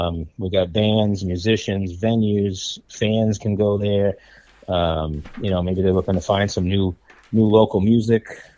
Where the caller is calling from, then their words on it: Dayton, Maine, United States; I am from Dayton, Maine.